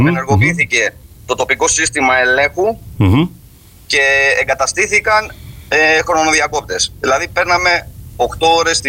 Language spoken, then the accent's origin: Greek; Kypseli, Ionian Islands, Greece; στο χωριό μου, στην Κυψέλη και στο Τραγάκι, υπήρχε ένα τοπικό σύστημα ελέγχου με πομποδέκτες.